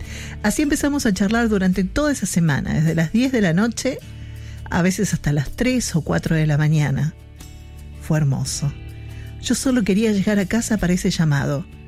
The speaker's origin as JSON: {"language": "Spanish", "town": "Quilmes", "region": "Buenos Aires Province", "country": "Argentina", "tie": "born there", "said": "nací en Quilmes."}